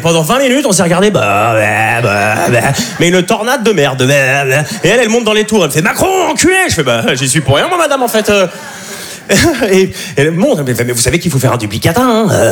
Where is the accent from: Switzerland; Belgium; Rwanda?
Switzerland; now in Paris, France; Comme il a dit, je suis suisse. Ça fait 2 ans que j'habite à Paris.